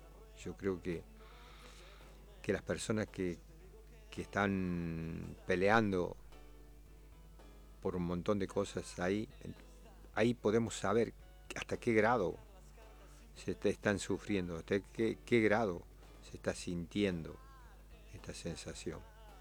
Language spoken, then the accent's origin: Spanish; Argentina; allá en el pueblo, en mi pueblo, en Ballester